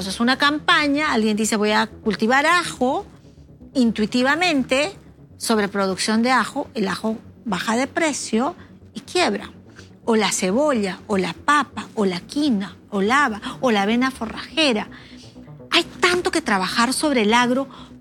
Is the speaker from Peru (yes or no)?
yes; Arequipa, Peru; Yo soy arequipeña.